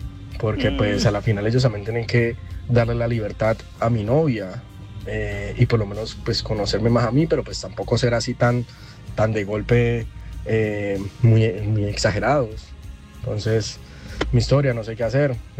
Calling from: Cali, Valle del Cauca, Colombia; yo vivo en Valle Grande y mis suegros son del Caney

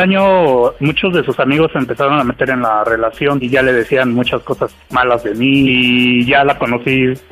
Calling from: Ixtapaluca, State of Mexico, Mexico; Tengo 27 y soy de aquí de Iztapaluca, Estado de México.

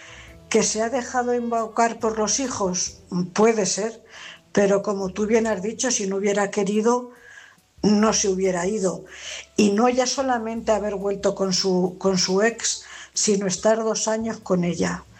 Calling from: Cuenca, Castilla-La Mancha, Spain; Buenas noches … corresponsal de Cuenca.

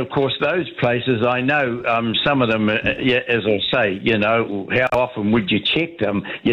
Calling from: Ireland; I'm Irish

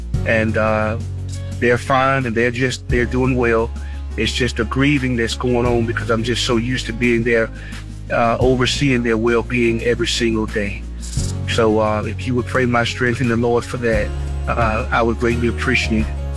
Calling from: Ahoskie, North Carolina, United States; I'm calling from Ahoskie, North Carolina.

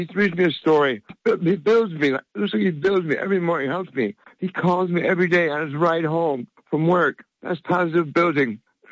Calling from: Kalamazoo, Michigan, United States; Kalamazoo. Actually, Cooper.

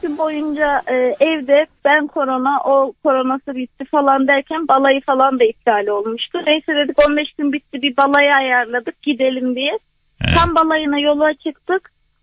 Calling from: Adana, Turkey; Adana'dan arıyorum.

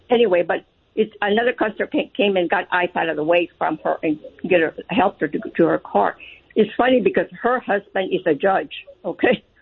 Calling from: San Antonio, Texas, United States; from San Antonio, Texas.

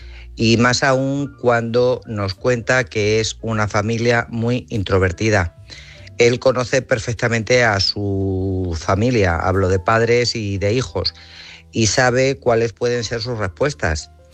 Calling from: Guadalajara, Castilla-La Mancha, Spain; de Guadalajara.

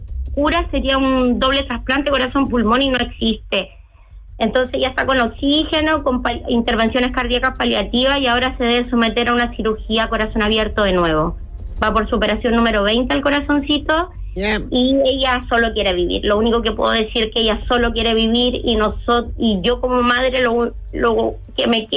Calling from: Talcahuano, Biobío, Chile; somos de Talcahuano

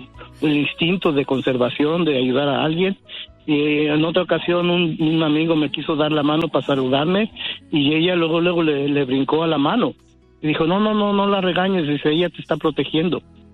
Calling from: Stanton, California, United States

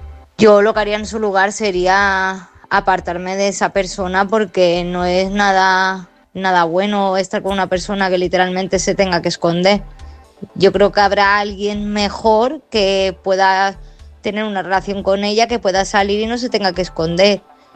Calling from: Málaga, Andalusia, Spain; Hola, buenas noches, Álvaro, soy corresponsal de Málaga

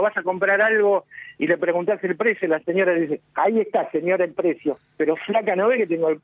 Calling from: Caseros, Buenos Aires Province, Argentina; De Caseros.

